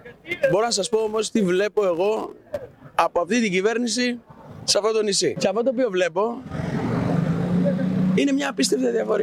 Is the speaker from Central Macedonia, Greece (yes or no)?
no; Lesbos, North Aegean, Greece; ως λέσβιος